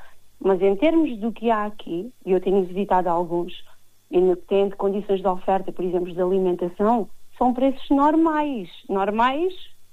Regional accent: Melides, Setúbal, Portugal; Sou natural de Melides, a minha família é de Melides, vivo em Melides desde sempre.

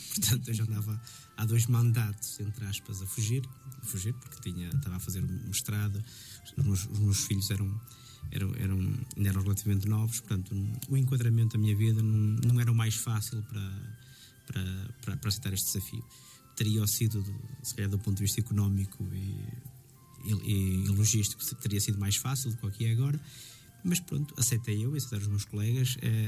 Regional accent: Norte, Portugal; eu que sou de Água Nova

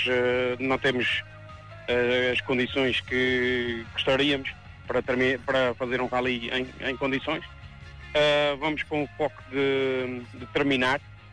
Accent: Santa Maria, Azores, Portugal; Sou daqui, nasci aqui

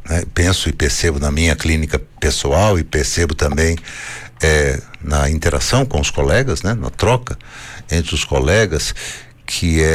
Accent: Brazil; now in Northern Portugal; Nós, enquanto brasileiros

